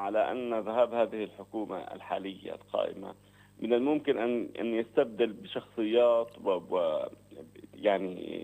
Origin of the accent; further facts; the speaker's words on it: Palestine; نحن كفلسطينيين